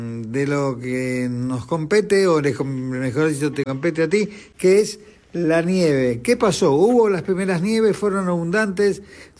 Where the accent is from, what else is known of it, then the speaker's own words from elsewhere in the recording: Mar del Plata, Buenos Aires Province, Argentina; now in Buenos Aires, Argentina; Yo soy marplatense, voy de vez en cuando, aunque vivo en Buenos Aires desde el año 70 y algo más quizás.